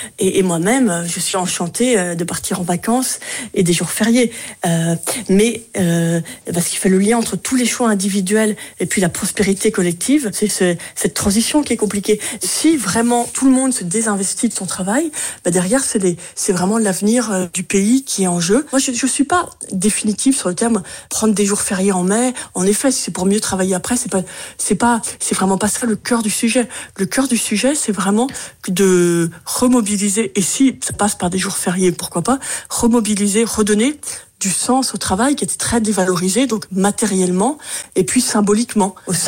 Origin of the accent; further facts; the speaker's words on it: Paris, Île-de-France, France; moi, je suis parisienne